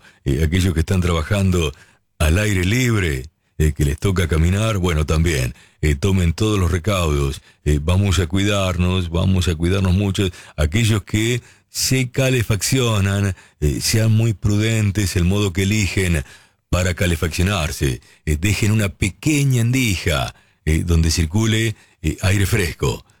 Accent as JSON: {"language": "Spanish", "town": "Quilmes", "region": "Buenos Aires Province", "country": "Argentina", "tie": "born or raised there", "lives_now": "Comodoro Rivadavia, Argentina", "said": "Como ya te dije varias veces, me crié en Quilmes, Quilmes Oeste, en el barrio El Dorado. Nací en 1954 y en la década del 60 fue maravillosa en mi niñez."}